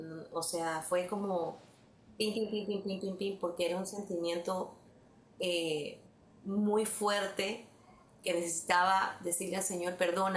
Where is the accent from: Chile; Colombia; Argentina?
Colombia; moved away; also born or lived in Panama; yo lloré porque dejé Colombia y llegué a Panamá para sufrir. Y cuando me fui de Panamá salí llorando también porque no me quería ir.